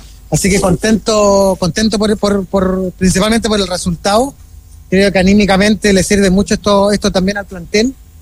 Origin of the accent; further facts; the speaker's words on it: Antofagasta, Chile; Los que somos antofagastinos como yo